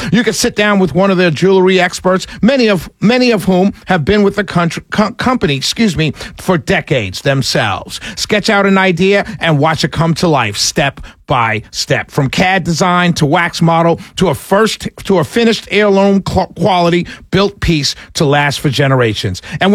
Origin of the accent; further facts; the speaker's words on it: United States; I'm from America. Did I tell you I was from America? I'm proud to be an American.